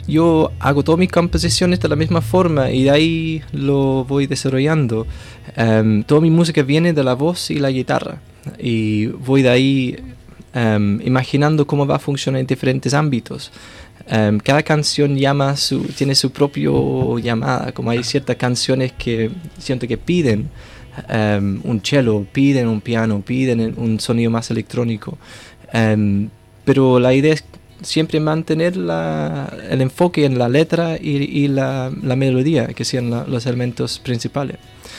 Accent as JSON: {"language": "Spanish", "country": "United Kingdom", "second_language": "Spanish", "moved": "yes", "said": "nosotros británicos somos los malos en las películas de Hollywood."}